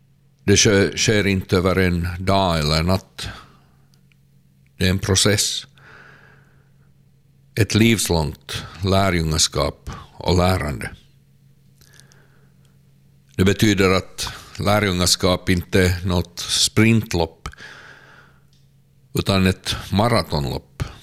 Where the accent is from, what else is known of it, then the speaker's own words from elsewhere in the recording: Karneby, Sweden; och jag kommer från Karneby.